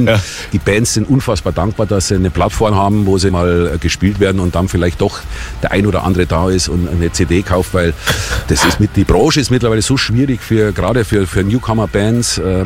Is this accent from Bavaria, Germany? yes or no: yes; Bavaria, Germany; ich bin in Bayern aufgewachsen.